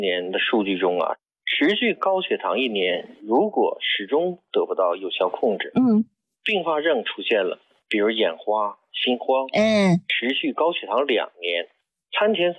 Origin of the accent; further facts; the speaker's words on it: China; 但是我们中国人跟西方人的饮食差距为什么要大呢？